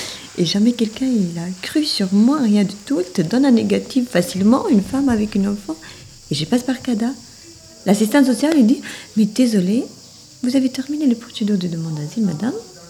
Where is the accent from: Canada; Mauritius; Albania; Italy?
Albania; French is a second language; moved away as an adult; now in Besançon, France; Alors, je suis venue d'Albanie, à Besançon.